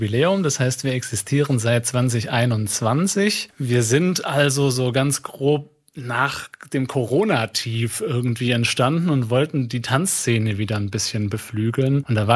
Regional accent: Baden-Württemberg, Germany; born there; moved away as an adult; also born or lived in Cottbus; now in Chemnitz, Germany; Ich komme gar nicht ursprünglich aus Chemnitz, sondern ich bin gebürtiger Baden-Württemberger. Und dann hat es mich durch Zufall in den Osten verschlagen, habe erst einen kleinen Zwischenstopp in Cottbus gemacht, habe dann meine Partnerin hier in Chemnitz kennengelernt und bin seit 2021 hier in Chemnitz.

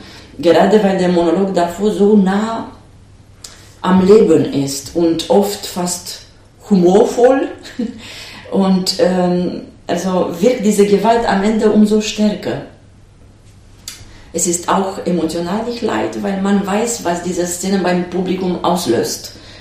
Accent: Romania; German is a second language; moved away as an adult; ich komme aus Rumänien, ich bin hier mit 40 angekommen, ich habe kein Deutsch gesprochen, ich habe damals angefangen, Deutsch zu lernen, zu sprechen und auf Deutsch zu spielen. Und jetzt, nach 8,5 Jahren

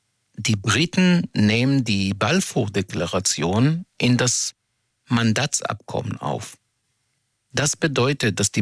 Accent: Israel; Ich komme aus Israel, eine Demokratie, die gerade zerfällt, genau wegen Menschen, wie ihr es seid.

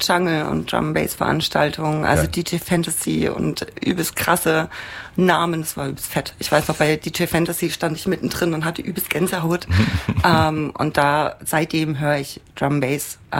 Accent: Mannheim, Baden-Württemberg, Germany; now in Leipzig, Germany; ich bin Wahlleipzigerin. Mhm. Ich bin aus dem Westen. Und bin in Mannheim im Connection groß geworden.

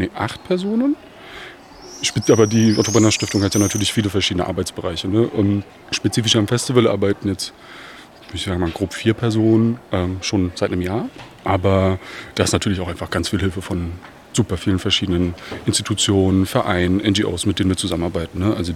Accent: Germany; Also ich komme aus Bosnien, in Bornheim, im Balkan. In Bornheim, super große Community aus dem Balkan. Bin hier so einfach ganz normal groß geworden.

